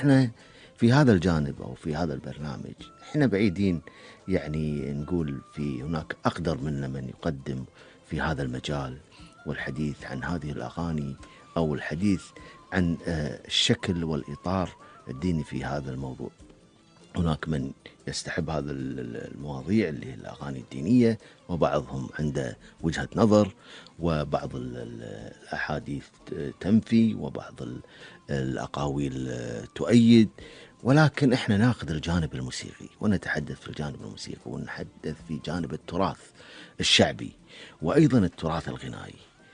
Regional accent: Kuwait; ومن أشهر الفنانين عندنا في الكويت

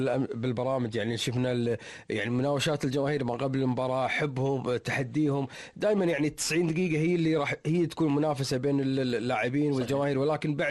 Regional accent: Kuwait; فبطولة حنا ككويتيين بشكل خاص نحب البطولة هذه بشكل كبير،

